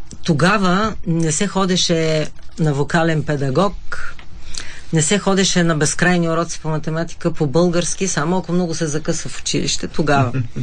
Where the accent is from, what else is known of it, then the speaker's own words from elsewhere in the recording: Levski, Pleven Province, Bulgaria; в моя роден град Левски